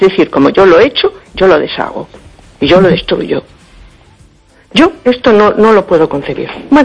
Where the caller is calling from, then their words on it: A Coruña, Galicia, Spain; Hola, buenas noches. … de Coruña.